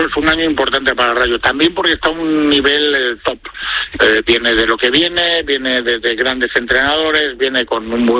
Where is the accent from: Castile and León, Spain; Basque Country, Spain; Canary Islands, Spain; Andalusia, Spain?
Castile and León, Spain; Valladolid